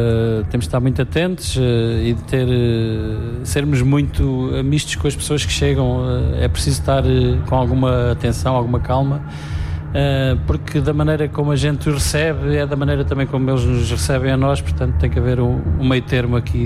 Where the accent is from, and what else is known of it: Góis, Centro, Portugal; born there